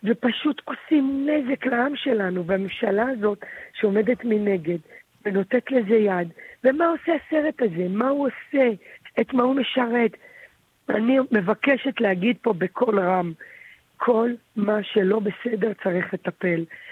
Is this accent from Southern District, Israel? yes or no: yes; Beersheba, Southern District, Israel; אני גדלתי בבאר שבע. באר שבע זה זורם לי בברידים